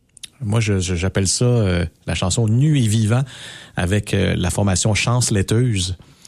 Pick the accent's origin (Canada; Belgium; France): Canada; Saint-Ignace-de-Loyola, Quebec; Mon patelin, j'ai grandi là. Saint-Ignace de Loyola.